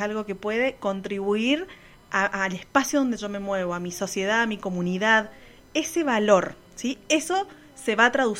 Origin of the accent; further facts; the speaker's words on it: Mendoza, Argentina; now in Río Cuarto, Argentina; Y yo mendocina